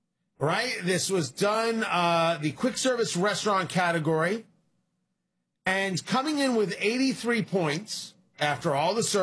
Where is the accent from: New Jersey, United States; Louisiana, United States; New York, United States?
New Jersey, United States; So I grew up in Jersey.